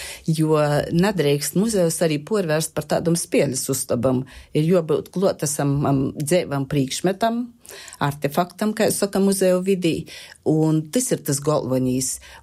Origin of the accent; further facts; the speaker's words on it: Latgale, Latvia; first language Latgalian; Latgola ir mana dzimto puse. Latgaļies runāju savā motis tāva valūdā. Latgaļies arī atsagrīžos pēc studējām strodot.